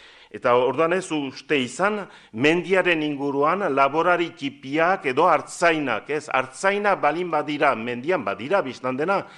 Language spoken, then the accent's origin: Basque; Estérençuby, Nouvelle-Aquitaine, France